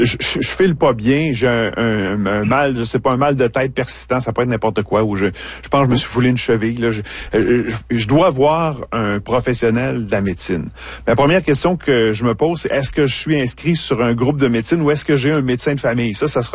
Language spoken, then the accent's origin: French; Quebec, Canada; Pourquoi on n'est pas dans ces chiffres-là chez nous en Abitibi-Témiscamingue?